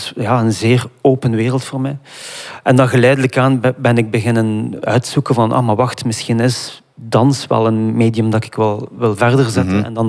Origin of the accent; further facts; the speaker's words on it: Iraq; Ik voelde mij daar als Irakees zijnde heel veilig.